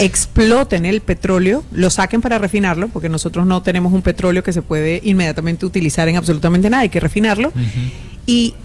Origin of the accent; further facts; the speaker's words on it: Venezuela; moved away; yo misma, siendo venezolana